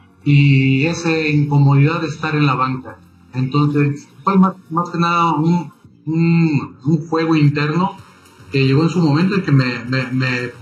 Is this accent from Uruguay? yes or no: no; Saltillo, Coahuila, Mexico; Aunque tenía 9 años, y la primera vez que salí de Saltillo fui a un estadio allá en Monterrey